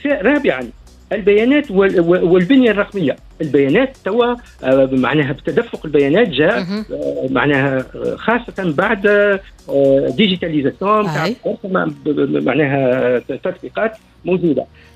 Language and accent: Arabic; Tunisia; احنا كتونس